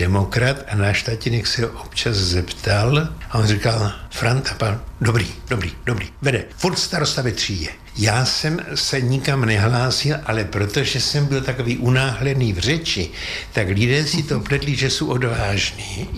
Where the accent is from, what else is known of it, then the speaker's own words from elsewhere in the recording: Prague, Czechia; My jsme ti Pražáci, vltavská krev.